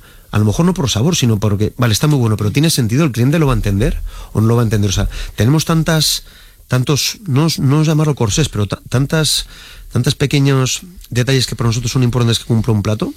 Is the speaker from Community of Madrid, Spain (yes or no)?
yes; Madrid, Community of Madrid, Spain; Y mira que no soy del Atleti, soy de Madrid, mira, volviendo al fútbol.